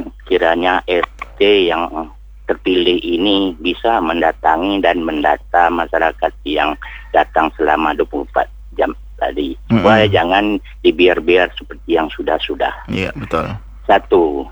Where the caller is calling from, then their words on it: Tanjung Pinang, Riau Islands, Indonesia; Kita di Kota Tanjung Pinang ini